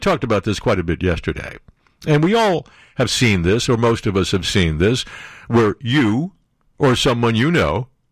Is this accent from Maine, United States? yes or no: yes; Maine, United States; concerned about his potential impact on the Democratic Party's prospects in my home state.